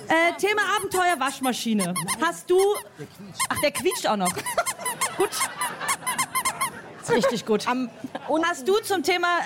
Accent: Austria; also born or lived in Bulgaria; Ich bin ja aus Österreich.

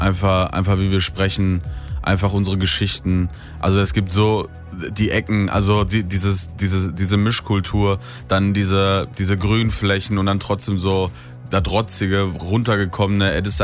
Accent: Essen, North Rhine-Westphalia, Germany; Ich glaube, ich würde einfach schreiben … geboren in Essen, arschgeil.

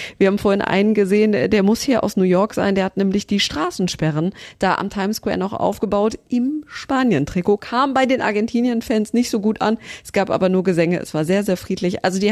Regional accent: Germany; Habe ich gesagt, aus Deutschland

